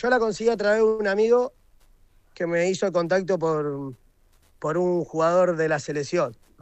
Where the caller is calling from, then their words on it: Argentina; todos los argentinos trajimos remera